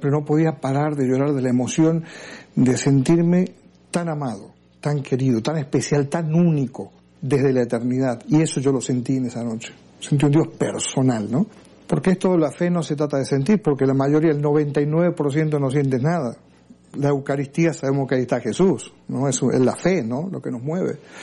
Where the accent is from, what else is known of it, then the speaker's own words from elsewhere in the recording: Argentina; yo provengo de una familia cristiana, yo soy argentino